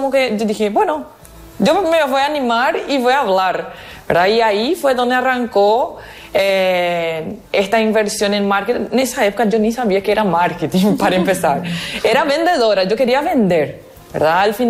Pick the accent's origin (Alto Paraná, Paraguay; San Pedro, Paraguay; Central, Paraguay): Alto Paraná, Paraguay; Ciudad del Este; also born or lived in Foz do Iguaçu, Brazil; soy de Ciudad del Este, nací en Brasil, Foz do Iguaçu, frontera con Ciudad del Este. Tengo 34 años